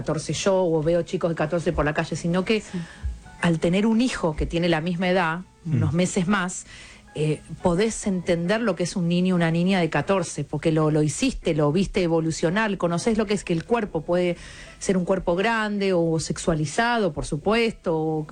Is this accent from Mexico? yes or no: no; Buenos Aires, Argentina; crecimos nosotras mujeres en Argentina, digo Buenos Aires, pues yo soy porteña